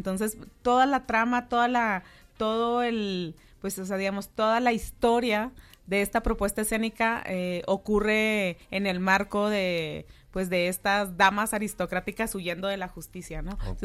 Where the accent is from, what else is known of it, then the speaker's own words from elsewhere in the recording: Chihuahua, Mexico; qué tipo de público somos los chihuahuenses